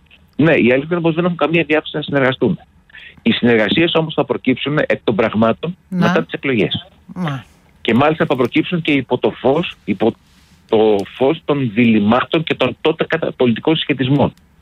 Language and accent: Greek; Patras, Western Greece, Greece; now in Athens, Greece; Εδώ. Πάτρα.